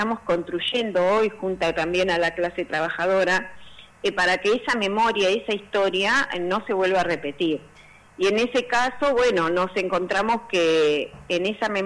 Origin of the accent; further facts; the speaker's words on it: Valcheta, Río Negro, Argentina; estoy en Río Negro, Balcheta, mi ciudad natal.